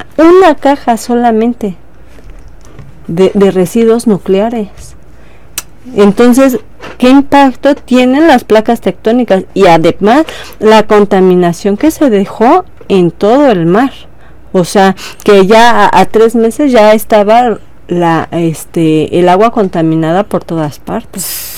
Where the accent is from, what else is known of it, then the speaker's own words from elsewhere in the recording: State of Mexico, Mexico; de donde vengo, que es del Estado de México.